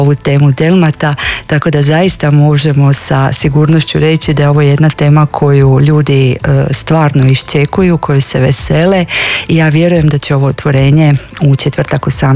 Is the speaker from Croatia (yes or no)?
yes; Dalmatia, Croatia; ja se osjećam kao Dalmatinka, a samo ime potječe od njih, tako da možemo reći da smo i Dalmatice